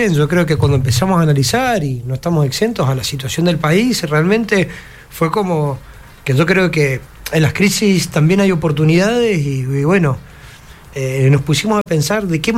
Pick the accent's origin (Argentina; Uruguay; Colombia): Argentina